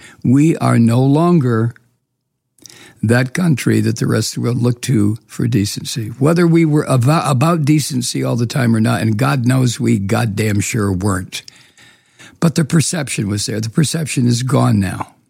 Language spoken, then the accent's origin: English; United States; That knowing that that is how I, as an American in my country, is perceived, literally makes me feel a bit sick, a bit nauseous, you know, if I think about it too long. My country. This is a country in which I grew up